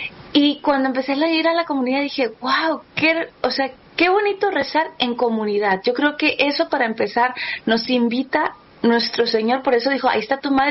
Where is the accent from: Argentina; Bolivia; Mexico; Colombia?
Mexico; Mexico City; aunque yo pues nací en la Ciudad de México y pude ver a nuestra Madre Guadalupe ahí por mucho tiempo